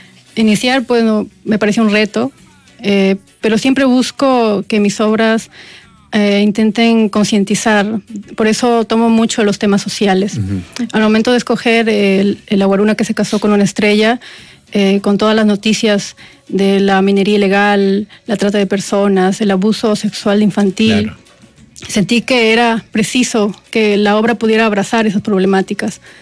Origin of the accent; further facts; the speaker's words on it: Trujillo, La Libertad, Peru; yo soy poeta trujillana.